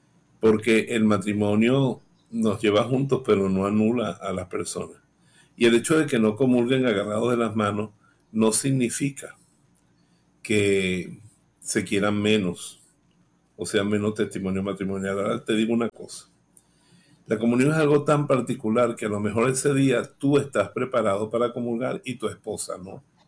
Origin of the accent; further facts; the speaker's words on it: Venezuela; como decimos los venezolanos